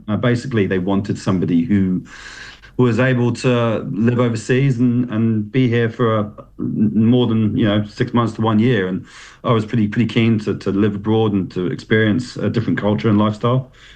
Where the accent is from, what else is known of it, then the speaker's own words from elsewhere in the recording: England, United Kingdom; So as an Englishman, I picked the right one to go to.